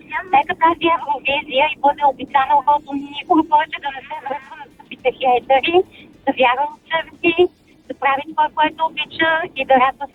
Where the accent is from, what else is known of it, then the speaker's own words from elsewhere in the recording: Sofia, Sofia City, Bulgaria; Здравейте … съм от София.